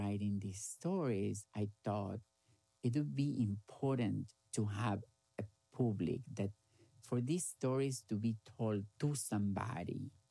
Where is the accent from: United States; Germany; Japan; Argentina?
Argentina; Gálvez, Santa Fe; I love to talk about my hometown. I was born in Ciudad de Galvez. Most people live from agriculture.